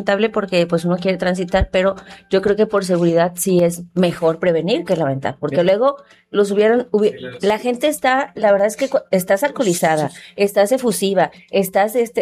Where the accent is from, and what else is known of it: Mexico